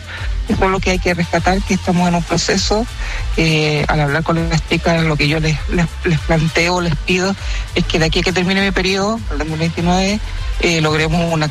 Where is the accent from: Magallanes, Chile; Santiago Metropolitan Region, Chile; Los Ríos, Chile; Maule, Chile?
Santiago Metropolitan Region, Chile; Santiago; No, soy de Santiago.